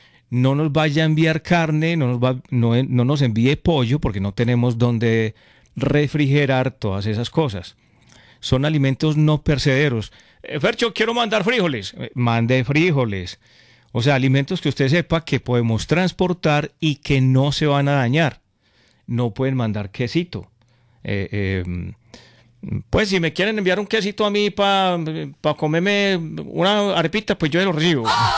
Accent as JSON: {"language": "Spanish", "town": "Concordia", "region": "Antioquia", "country": "Colombia", "said": "Como ustedes saben, ella vive en Concordia, yo soy del pueblo, yo soy de Concordia."}